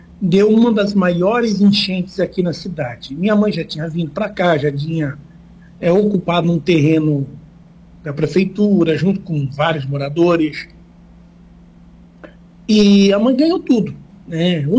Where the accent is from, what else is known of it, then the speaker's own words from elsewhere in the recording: Santa Catarina, Brazil; born there; also born or lived in Petrolândia, Santa Catarina / Joinville; eu nasci em Santa Catarina, então eu sou catarinense roxo.